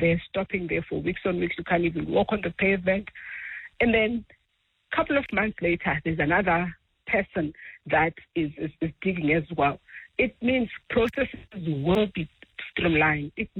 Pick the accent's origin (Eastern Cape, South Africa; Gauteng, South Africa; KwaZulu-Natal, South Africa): Gauteng, South Africa; Pretoria; I come from Pretoria.